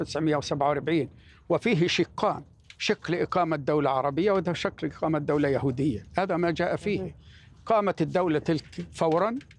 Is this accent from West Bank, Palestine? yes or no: yes; Deir Dibwan, West Bank, Palestine; في بلدة قريبة من بلدتنا دير دوان